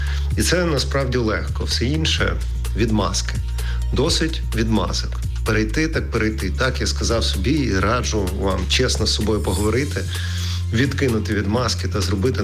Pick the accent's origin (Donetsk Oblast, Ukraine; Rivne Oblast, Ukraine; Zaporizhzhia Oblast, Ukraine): Donetsk Oblast, Ukraine; Kramatorsk; first language Russian; Ukrainian is a second language; Я не зі Львова, ні з Тернополя, я з Краматорська. Вчився в російськомовній школі, жив і ріс у російськомовному середовищі, спілкувався, співав, писав російською мовою. 28 років. А потім захотів перейти на українську і зробив це.